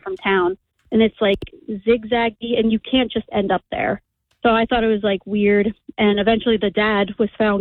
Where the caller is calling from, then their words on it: Haddon Township, New Jersey, United States; I'm actually from Haddon Township, not Cherry Hill.